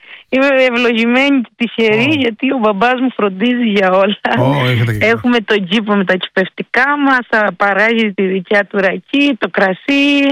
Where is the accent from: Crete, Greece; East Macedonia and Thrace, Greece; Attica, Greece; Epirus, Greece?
Crete, Greece; εδώ στο χωριό μου, στο μέρος μου